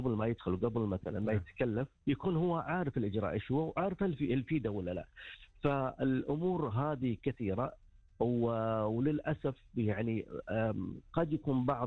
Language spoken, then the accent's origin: Arabic; Saudi Arabia